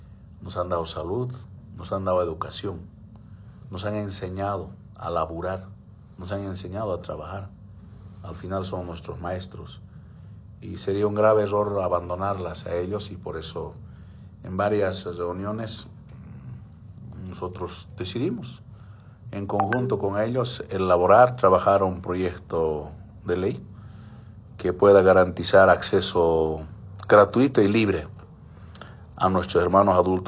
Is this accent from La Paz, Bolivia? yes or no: no; Cochabamba, Bolivia